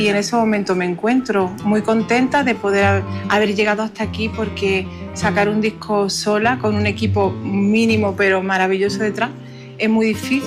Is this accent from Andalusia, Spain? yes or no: yes; Huelva, Andalusia, Spain; aun criándome con este género y con los fandangos de Huelva, ¿no? En mi tierra.